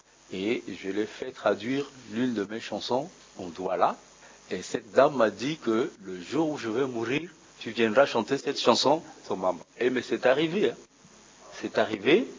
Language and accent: French; Central African Republic; je suis centrafricain, je vis en Centrafrique.